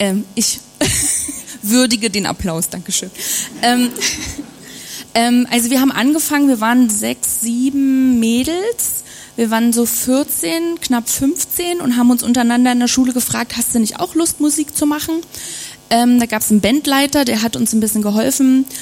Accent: Berlin, Germany; ich bin in Berlin aufgewachsen, in Ost-Berlin

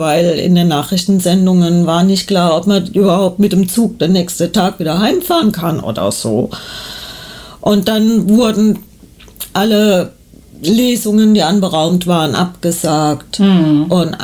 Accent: Hesse, Germany; born there; moved away; ich stamme ja aus Hessen gebürtig.

